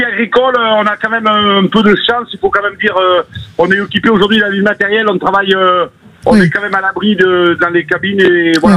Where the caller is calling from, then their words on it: Occitanie, France; De Cadillac, au nord du département.